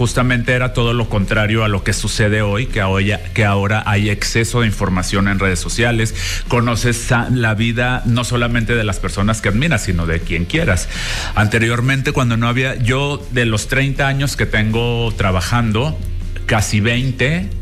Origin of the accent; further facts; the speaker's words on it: Guadalajara, Jalisco, Mexico; born there; moved away as an adult; now in Mexico City, Mexico; Según yo nací en Guadalajara, venía por un año nada más a la Ciudad de México